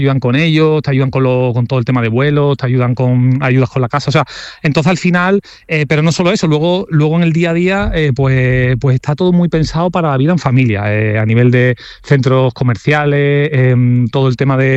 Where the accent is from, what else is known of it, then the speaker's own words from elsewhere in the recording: Seville, Andalusia, Spain; moved away as an adult; also born or lived in Cádiz; now in Qatar; yo estaba muy asentado y afincado en Cádiz. Yo soy de Sevilla, pero estaba muy asentado en Cádiz